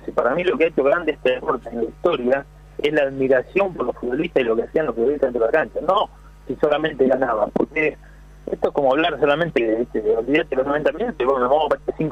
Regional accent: General Belgrano, Buenos Aires Province, Argentina; Liga de la Plata, una liga que se llama LISFI, que es la Liga de la Plata, y fue la primera vez que en mi pueblo entraba una liga en La Plata.

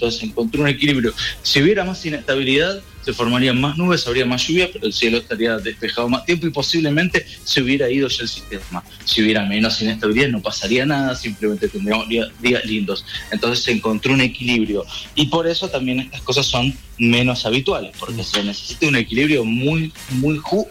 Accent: Buenos Aires, Argentina; En Buenos Aires, de donde vengo, uno está más acostumbrado a eso, pero en este caso no.

